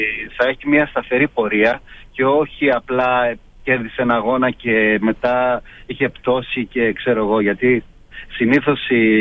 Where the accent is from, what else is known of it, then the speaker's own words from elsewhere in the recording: Greece; Έχουμε σαν Έλληνες αυτό το φιλότιμο